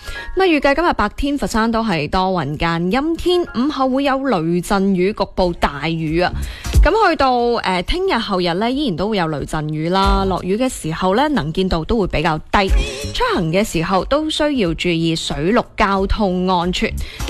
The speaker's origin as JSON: {"language": "Cantonese", "region": "Guangdong", "country": "China", "said": "我哋广东人"}